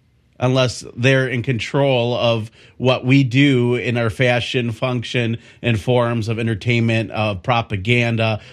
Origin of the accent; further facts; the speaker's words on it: Milwaukee, Wisconsin, United States; me and you have almost the same accent, because I'm from Milwaukee, Wisconsin there.